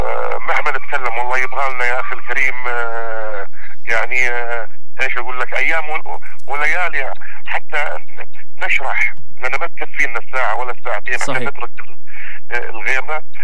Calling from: Yemen; وإحنا أبناء الجنوب مسلمين تسليم مطلق خاصة محافظة المهرة

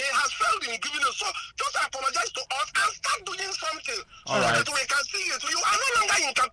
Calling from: Enugu, Enugu State, Nigeria; I come from Enugu.

